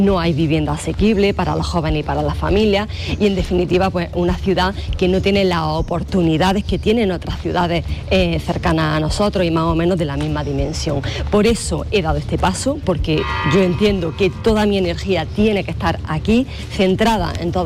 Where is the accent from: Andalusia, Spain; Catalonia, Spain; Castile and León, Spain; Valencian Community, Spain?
Andalusia, Spain; Almería; Los almerienses, ¿qué es lo que vivimos cada día en Almería?